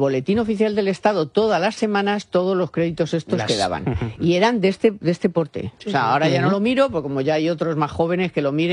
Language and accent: Spanish; Miraflores de la Sierra, Community of Madrid, Spain; yo desde la plaza de mi pueblo, de Miraflores de la Sierra